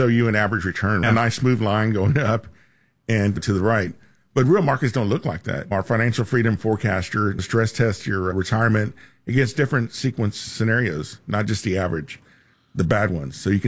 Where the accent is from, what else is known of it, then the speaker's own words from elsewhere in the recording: Houston, Texas, United States; Because I grew up in Southeast Houston, so you know, we're right there near about 40 minutes from the Gulf of Mexico or Galveston.